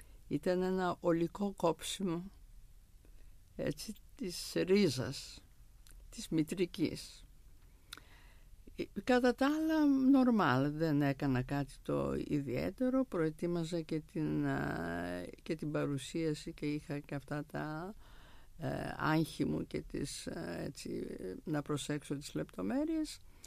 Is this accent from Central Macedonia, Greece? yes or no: yes; Thessaloniki, Central Macedonia, Greece; Λοιπόν, εγώ γεννήθηκα στη Θεσσαλονίκη, μεγάλωσα στη Θεσσαλονίκη. Η πρώτη μου γειτονιά ήταν η πλατεία Υποδρομίου.